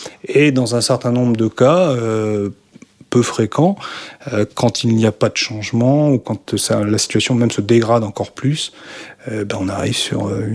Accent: Plougastel-Daoulas, Brittany, France; born or raised there; moved away as an adult; also born or lived in Paris region

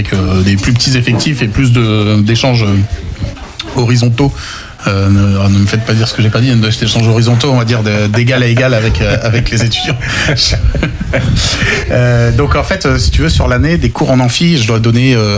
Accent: Cergy-Pontoise, Île-de-France, France; je suis pas de Paris, je suis de banlieue parisienne, mais je suis originaire du Val d'Oise, de Cergy-Pontoise.

